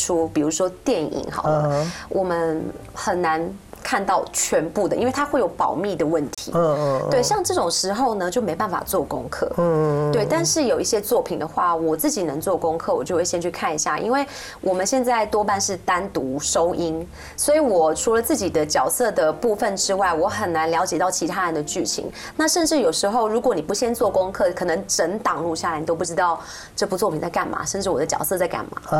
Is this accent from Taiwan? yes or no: yes; Taiwan; 我们台湾人